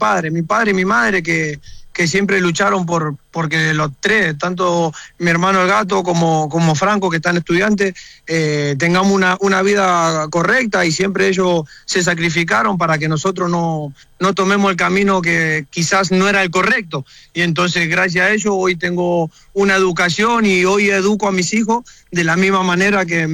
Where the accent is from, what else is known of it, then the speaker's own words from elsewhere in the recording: Argentina; siendo argentino